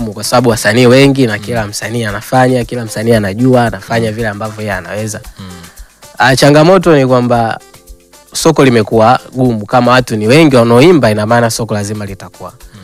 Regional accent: Ruangwa, Lindi, Tanzania; moved away as an adult; now in Dar es Salaam, Tanzania; Nimetoka wilayani Ruangwa, nimeenda Lindi mjini pale.

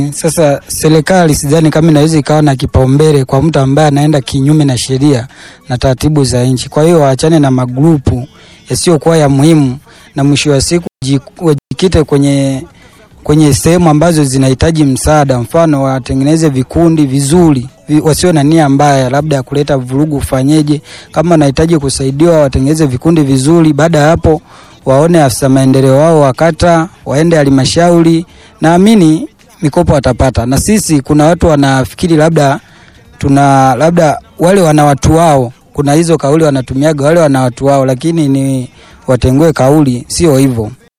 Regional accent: Kibondo, Kigoma, Tanzania; now in Mwanza, Tanzania; Mimi kabisa nyumbani kwetu, nimezaliwa mkoa wa Kigoma, sehemu moja inaitwa Kibondo Mabamba ndio nyumbani. Lakini hapa Buswelu ni sehemu ambako unatafutia riziki, na dakika ya mwisho nimekuwa ni mwenyeji kidogo hapa Buswelu.

